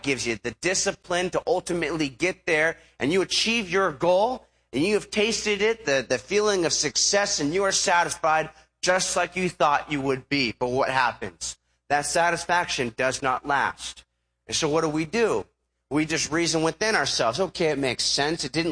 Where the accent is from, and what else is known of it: Huntington Beach, California, United States; born or raised there